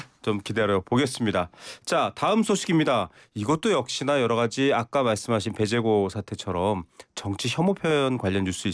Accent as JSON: {"language": "Korean", "region": "Seoul", "country": "South Korea", "tie": "born there", "also_born_or_lived": "Daegu", "said": "저는 서울 관악구에서 태어났지만 또 대구에서 오래 살았기 때문에 쓰는 게 요즘 잘 안 써요."}